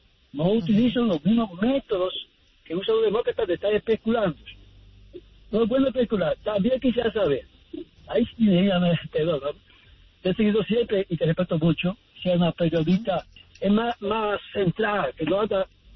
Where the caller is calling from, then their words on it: Queens, New York, United States; Queens, New York.